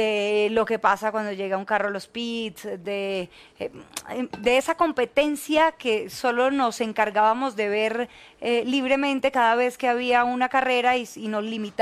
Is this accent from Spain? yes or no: no; Colombia; porque era obviamente el orgullo y el sentimiento como colombiana.